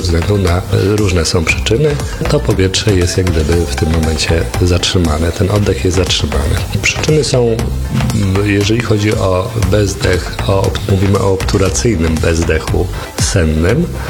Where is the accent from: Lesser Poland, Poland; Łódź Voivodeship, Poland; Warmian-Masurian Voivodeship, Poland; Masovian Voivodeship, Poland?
Masovian Voivodeship, Poland; Warsaw; born there